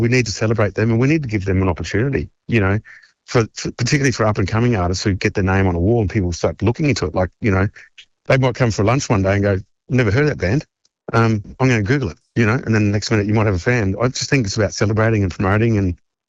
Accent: Brisbane, Queensland, Australia; Well, it's my hometown, for starters.

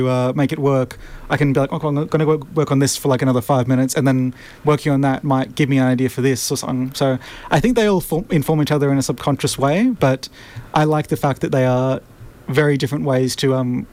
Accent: Bundaberg, Queensland, Australia; now in Brisbane, Australia; I'm from Bundaberg, which is like a small town

